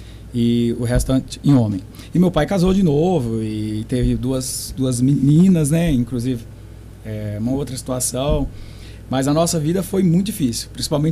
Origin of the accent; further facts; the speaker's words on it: Francisco Badaró, Minas Gerais, Brazil; moved away as an adult; also born or lived in Serrana / Taquaritinga; now in Monte Alto, Brazil; Eu nasci, na verdade, em Francisco Badaró. Fica ali perto de Montes Claros, na região.